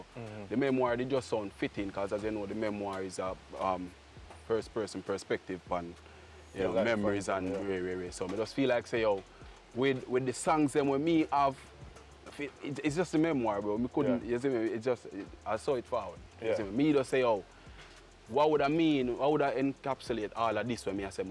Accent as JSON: {"language": "English", "region": "Saint Catherine", "country": "Jamaica", "tie": "born or raised there"}